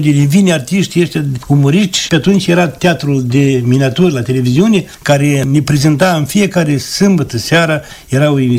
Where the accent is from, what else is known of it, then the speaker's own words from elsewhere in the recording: Moldova; Eram populat în Moldova aici de peste prut